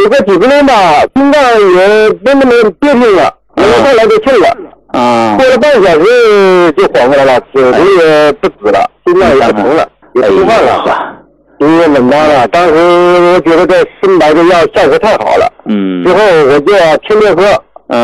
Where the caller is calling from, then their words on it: Hebei, China; 我家是河北的，